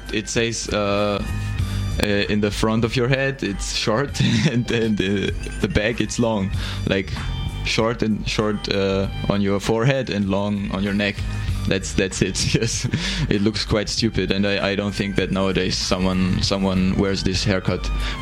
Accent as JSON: {"language": "English", "country": "Germany", "accent": "German", "second_language": "English", "moved": "yes", "said": "I think my German accent is not so bad."}